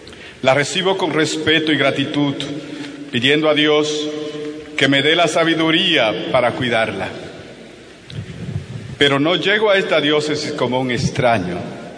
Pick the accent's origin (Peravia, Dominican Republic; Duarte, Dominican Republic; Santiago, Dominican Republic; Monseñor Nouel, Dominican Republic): Duarte, Dominican Republic; San Francisco de Macorís; born there; also born or lived in Barahona; now in La Vega, Dominican Republic; a todos los que han venido desde Barahona, de donde vengo, y de San Francisco de Macorís, donde nací y di los primeros pasos en la fe.